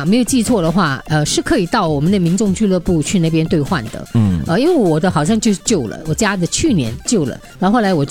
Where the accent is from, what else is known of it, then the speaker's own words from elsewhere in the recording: Singapore; 因为我们是新加坡人，跟现在新加坡生日了。